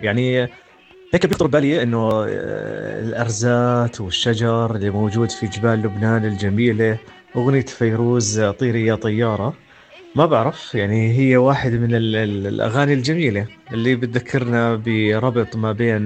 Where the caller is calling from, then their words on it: Jordan; من الاردن.